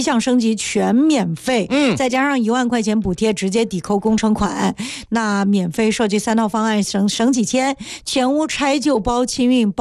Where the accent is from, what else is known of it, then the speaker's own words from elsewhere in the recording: Guangdong, China; 我们老广还是很精明的